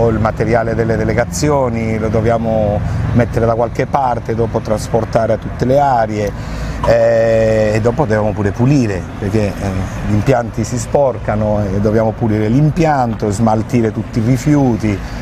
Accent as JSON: {"language": "Italian", "town": "Madrid", "region": "Community of Madrid", "country": "Spain", "second_language": "Italian", "said": "Io sono madrileño, sono di Madrid."}